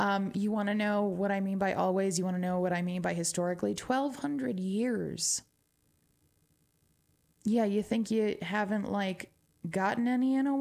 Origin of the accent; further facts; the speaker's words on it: New Mexico, United States; accent: twang; first language English; moved away as an adult; born here all my life, had to get the hell out of Dodge for a minute. And then I did, and I was like, wow, there are a lot of people out here. And I came back home. And now I am in one of the smallest places that I could find